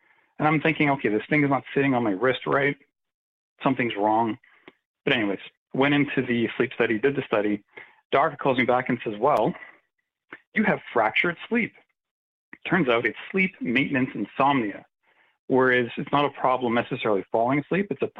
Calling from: Ontario, Canada; I'm calling from Ontario, Canada.

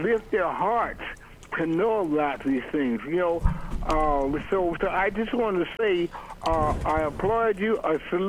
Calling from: Paterson, New Jersey, United States; I am also from New Jersey, from Paterson, New Jersey.

